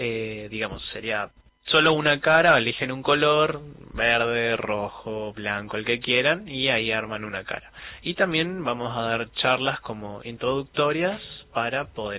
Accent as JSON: {"language": "Spanish", "town": "El Dorado", "region": "Misiones", "country": "Argentina", "said": "soy de la Ciudad del Dorado"}